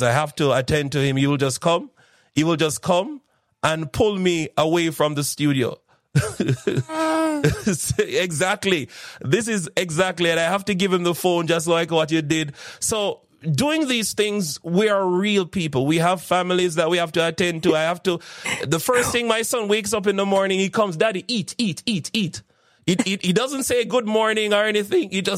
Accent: Jamaica; I grew up in St. John's Road, if you didn't know, that's where I'm from. And I remember growing up, I didn't speak proper standard English.

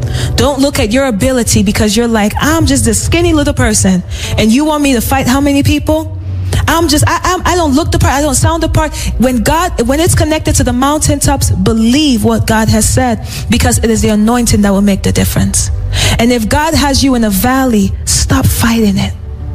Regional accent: Nigeria; where I come from, now I'm Nigerian

